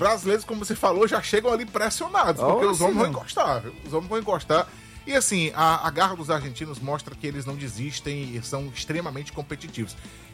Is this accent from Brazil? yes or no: yes; Brazil; somos brasileiros